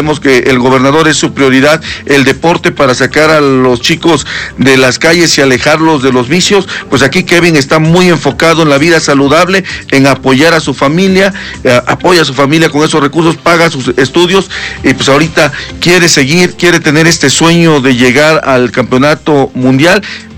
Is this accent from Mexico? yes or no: yes; Puebla, Mexico; todos los que somos de la Mixteca